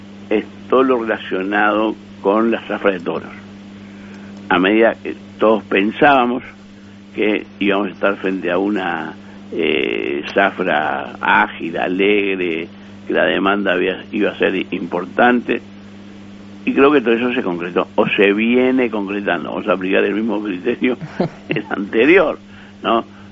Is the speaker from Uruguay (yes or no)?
yes; Uruguay; Desde el punto de vista estrictamente uruguayo